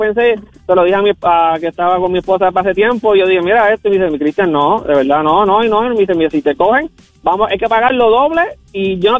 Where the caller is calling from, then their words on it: Carolina, Puerto Rico; si no eres del área, como yo, que soy de acá de Carolina